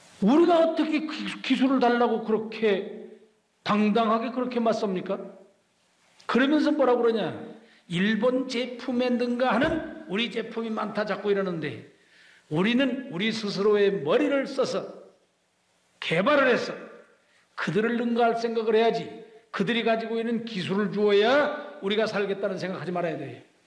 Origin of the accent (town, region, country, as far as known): South Korea